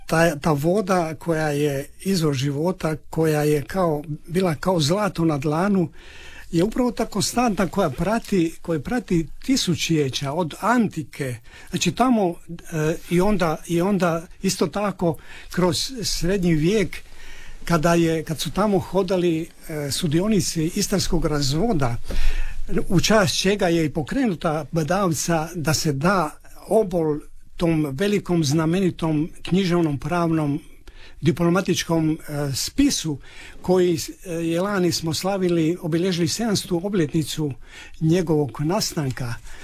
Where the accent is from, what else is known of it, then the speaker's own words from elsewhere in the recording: Rapavel, Istria County, Croatia; born there; now in Poreč, Croatia; Ja rođen sam u Rapavelu i uvijek se vraćam u Rapavelu, ali sa obitelji živim u Poreču već 38 godina, će biti 37 godina, ali uvijek se vraćam u uži zavičaj